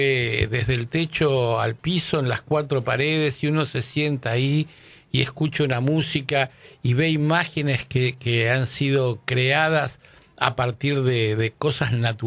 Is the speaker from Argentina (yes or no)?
yes; Argentina; mirá de lo que somos capaces los argentinos